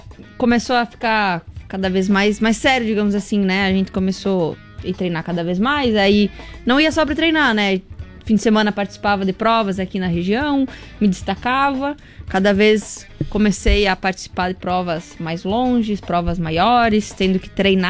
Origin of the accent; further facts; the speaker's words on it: Caibi, Santa Catarina, Brazil; Eu sou aqui pertinho de Chapecó, sou de Caibi.